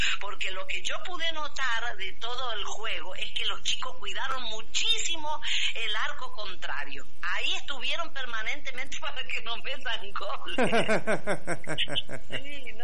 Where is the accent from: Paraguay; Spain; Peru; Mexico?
Paraguay; now in Misiones, Argentina; compatriotas queridos, porque nosotros estamos diseminados a lo largo y ancho, desde Posada hasta Iguazú, somos diseminados familias paraguayas, muchísimos paraguayos hay. Yo creo que somos como 1 millón de personas somos acá en Misiones